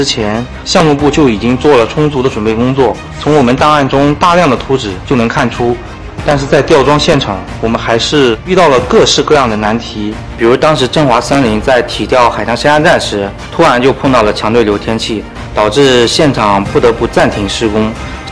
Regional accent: Shanxi, China; moved away; 我是山西人，我家乡都是那种连绵不绝的群山。

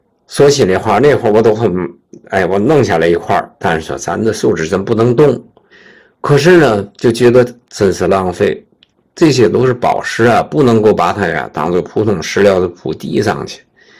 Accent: Tianjin, China; 作为咱们天津人

